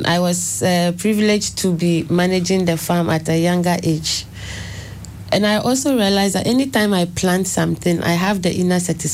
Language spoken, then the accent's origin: English; Tema, Greater Accra, Ghana; I was born and bred in Tema